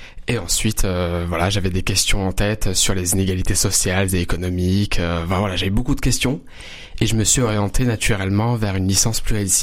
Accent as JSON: {"language": "French", "town": "Montpellier", "region": "Occitanie", "country": "France", "tie": "born or raised there", "said": "je suis né à Montpellier, j'ai fait mes études ici, toujours dans la même ville. Mes parents ont grandi ailleurs, en Algérie, donc ensuite ils sont arrivés ici en France."}